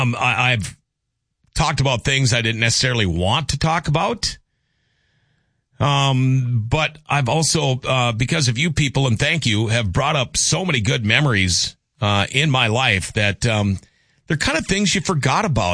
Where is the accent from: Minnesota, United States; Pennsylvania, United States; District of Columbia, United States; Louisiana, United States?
Minnesota, United States; Crookston; I have done more reminiscing about back in the day growing up in Crookston, Thief River Falls, Gently.